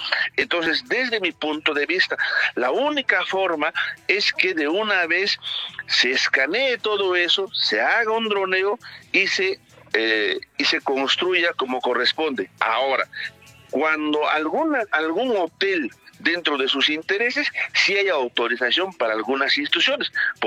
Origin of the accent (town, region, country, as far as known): Cusco, Peru